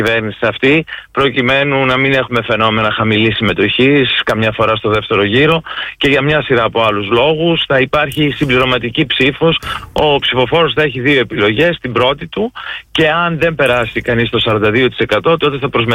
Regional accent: Thessaloniki, Central Macedonia, Greece; εγώ που κατάγομαι από τη Θεσσαλονίκη

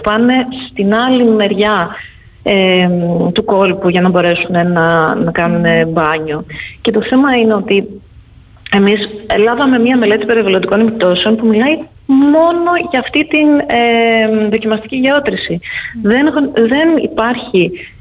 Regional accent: Netherlands; Είμαι από την Ολλανδία.

